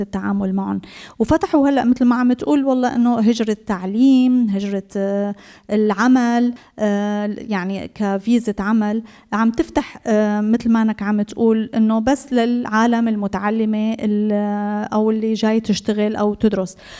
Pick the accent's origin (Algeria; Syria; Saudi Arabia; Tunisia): Syria; يعني العالم اللي طلعت نحن بنحكي كسوريين طلعت من حرب